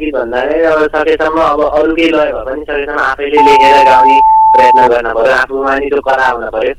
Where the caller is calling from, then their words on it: Devghat, Gandaki Province, Nepal; म देवघाटबाट बोलेको।